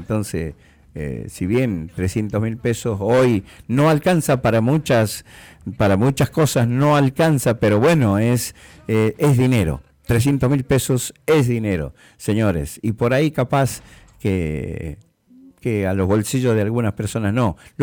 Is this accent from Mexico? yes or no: no; Argentina